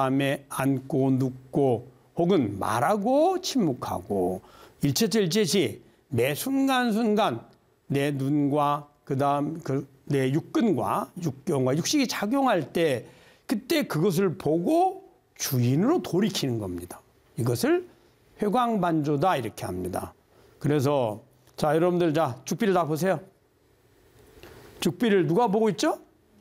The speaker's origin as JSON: {"language": "Korean", "region": "Gyeongsang", "country": "South Korea", "accent": "Gyeongsang dialect", "said": "저 우리 경상도 사투리가 섞여 있습니다."}